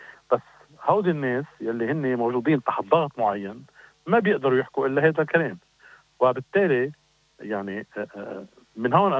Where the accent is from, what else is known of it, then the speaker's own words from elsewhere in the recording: Lebanon; نحن كمان كلبنانيين